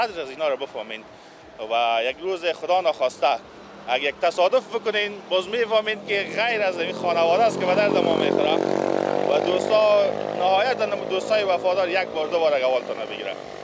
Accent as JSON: {"language": "Persian", "region": "Baghlan", "country": "Afghanistan", "said": "اگر چه دور نیزدیم ولایت هست ما از بغلان هستیم، میبینم گریانم میگیره"}